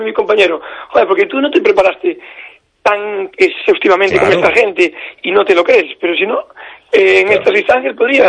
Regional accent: Ames, Galicia, Spain; aunque yo ahora estoy en Opino, pero me crié siempre en Ames

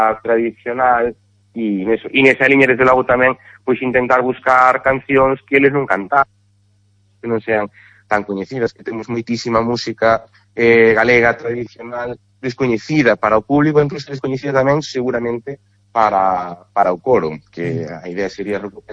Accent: Carballo, Galicia, Spain; además eu son de aquí, son de Carballo, que por eso además me hace moitísima ilusión dirixir … aquí en Carballo temos unha tradición moi grande de música tradicional galega

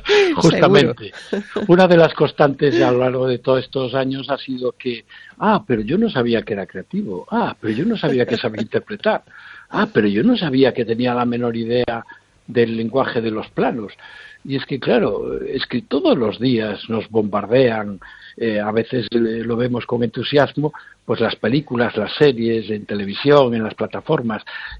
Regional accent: Galicia, Spain; historias maravillosas para sentirnos orgullosos de formar parte como gallegos de esa cultura ancestral.

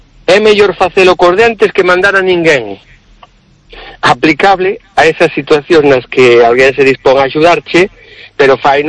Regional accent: Quiroga, Galicia, Spain; Eu como son de Quiroga, non está moi lonxe do barco, pois farei unhas pesquisas.

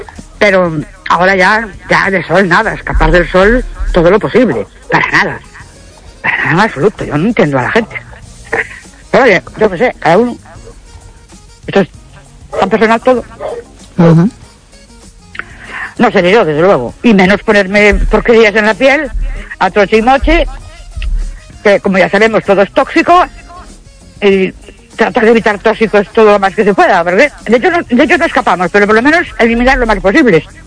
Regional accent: Ourense, Galicia, Spain; Buenas noches … de Ourense.

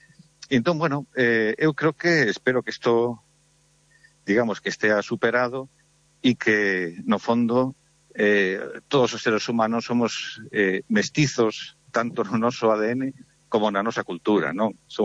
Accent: Galicia, Spain; Temos que decir que, o sea, no, os galegos non somos celtas.

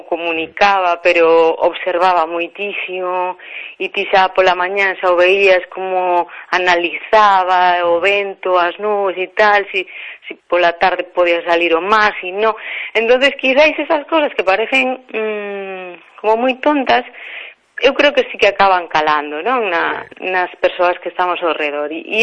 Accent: Arou, Galicia, Spain; also born or lived in Buenos Aires, Argentina; eu nacín en Buenos Aires, non? E pasei unha corta infancia lá, pero sí que é verdad que cando viñemos vivir para Galicia, pois viñemos directamente a aldea de Arou

